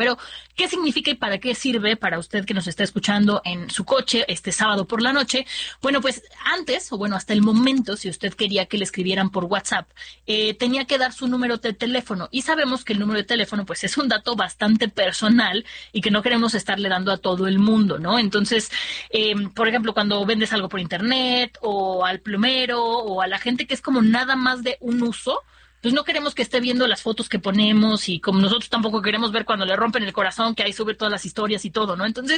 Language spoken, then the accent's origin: Spanish; Mexico; como mexicana, no como ecuatoriana